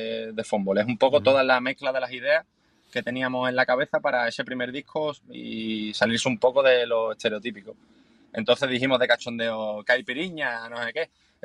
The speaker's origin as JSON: {"language": "Spanish", "town": "Conil", "region": "Andalusia", "country": "Spain", "tie": "born there", "lives_now": "Jerez, Spain", "said": "es de Conil porque nosotros nacimos en Conil y ensayamos en Conil. Yo actualmente vivo en Jerez"}